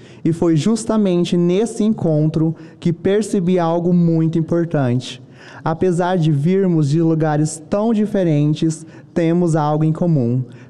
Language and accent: Portuguese; Rondônia, Brazil; Saí da minha terra levando na bagagem a força, a garra e a diversidade do povo rondoniense.